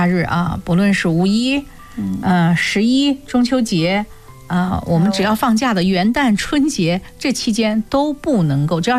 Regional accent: Lianyungang, Jiangsu, China; accent: Lianyungang dialect; 如果说我们连云港方言的话

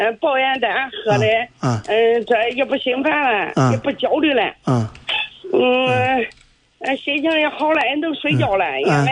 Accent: Dezhou, Shandong, China; 我是山东的，咱老家山东的。

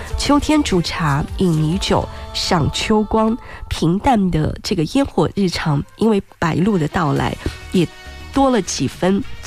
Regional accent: China

